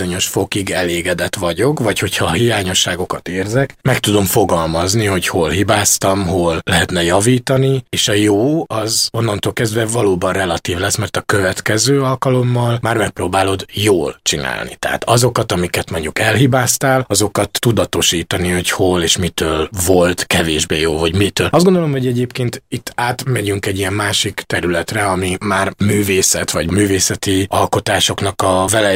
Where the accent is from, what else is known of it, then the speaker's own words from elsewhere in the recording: Kocsola, Tolna, Hungary; now in Budapest, Hungary; Tolna megyéből érkeztem, kis kitérőkkel, mármint a fővárosba, Dombovár mellett egy kis falu, Kocsola, kb. 1500-an laknak ott.